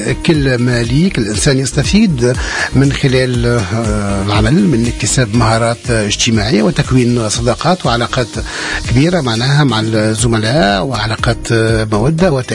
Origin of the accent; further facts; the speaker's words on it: Tunisia; وأن ممكن جدا يعني بلادنا تونس تنجح برشا في المستقبل